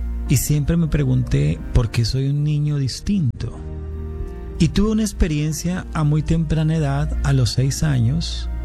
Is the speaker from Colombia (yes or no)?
yes; Cali, Valle del Cauca, Colombia; born there; Nací en Cali Valle, Colombia, hijo de una adolescente de 14 años, mi madre, y un adolescente de 19 años, mi padre. Ellos oriundos de un departamento